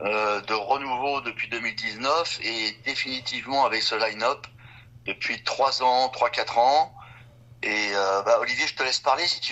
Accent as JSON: {"language": "French", "region": "Île-de-France", "country": "France", "said": "Région parisienne."}